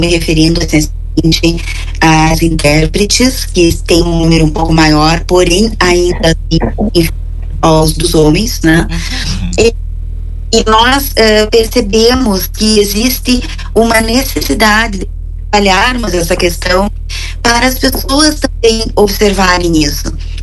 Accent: Uruguaiana, Rio Grande do Sul, Brazil; now in Pelotas, Brazil; Eu sou originária de Uruguaiana, vivo em Pelotas há 30 anos

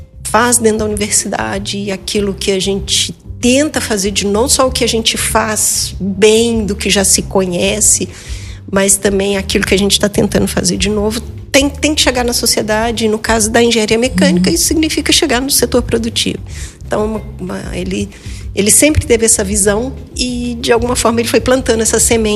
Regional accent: Belo Horizonte, Minas Gerais, Brazil; also born or lived in Uberlândia; sou mineira, eu sou de Belo Horizonte, mas na adolescência eu me mudei para Uberlândia

